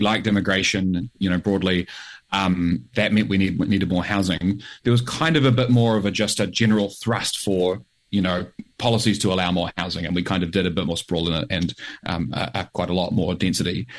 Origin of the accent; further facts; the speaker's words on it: New Zealand; as a Kiwi